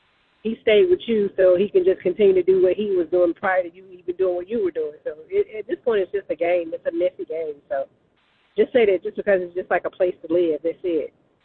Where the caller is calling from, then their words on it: Rocky Mount, North Carolina, United States; I'm calling from Rocky Mountain, North Carolina.